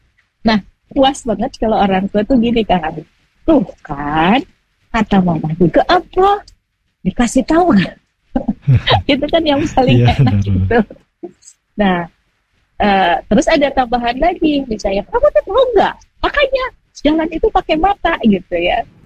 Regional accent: West Java, Indonesia; Nah ini banyak terutama di culture Sunda, karena saya kan orang Sunda tuh Kang Hanif.

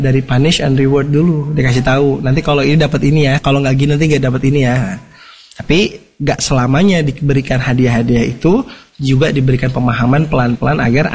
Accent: Bandung, West Java, Indonesia; dulu ini masya Allah saya kan orang Bandung. Sekolah di Gontor, di Jawa Timur.

